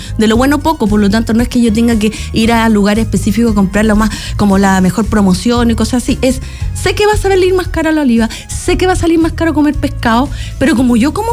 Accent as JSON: {"language": "Spanish", "country": "Chile", "said": "para nosotros los chilenos"}